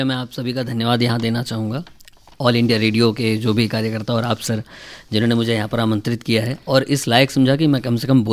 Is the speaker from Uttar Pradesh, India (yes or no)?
yes; Varanasi, Uttar Pradesh, India; मैं वाराणसी से आता हूँ।